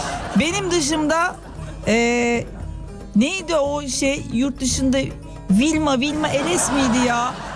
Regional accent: Adana, Turkey; moved away; ben Adanalıyım

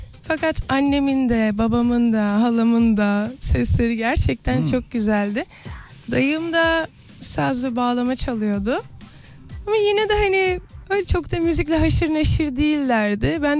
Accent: Ankara, Turkey; Yani Ankaralıyım. Orayı seviyorum. Oradaki dostlarımı, ailem hala orada yaşıyor zaten.

